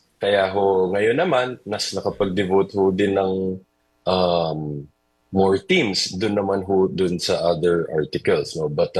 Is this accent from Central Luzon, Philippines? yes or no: yes; Central Luzon, Philippines; Hindi ho. Sa Pampanga side ho tayo.